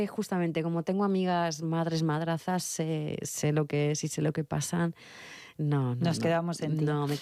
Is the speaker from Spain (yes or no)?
yes; Fuenmayor, La Rioja, Spain; las cenizas de Fede están en Fuenmayor, están en mi pueblo